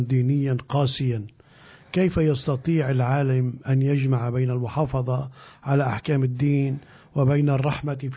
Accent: Lebanon

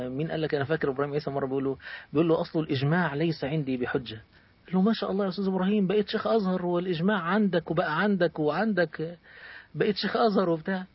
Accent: Egypt; عندنا في مصر المثل يقول لك كده

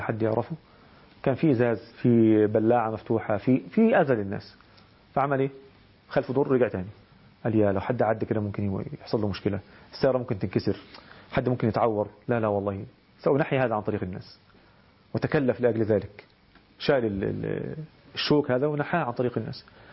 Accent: Egypt; إحنا بنسميه عندنا في مصر النهاردة يسموه ترند

